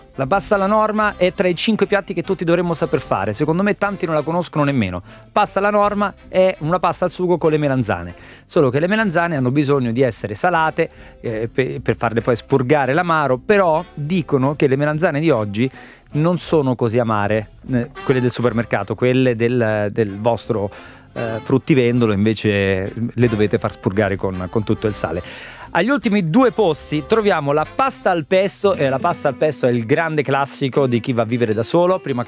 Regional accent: Rome, Lazio, Italy; io sono romano

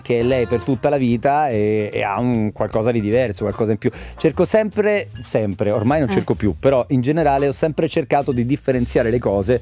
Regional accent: Rome, Lazio, Italy; sono di Roma.

